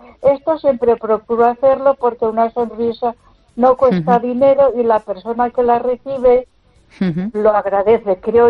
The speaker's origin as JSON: {"language": "Spanish", "town": "Ponferrada", "region": "Castile and León", "country": "Spain", "said": "Buenas noches, Esther. … de Ponferrada."}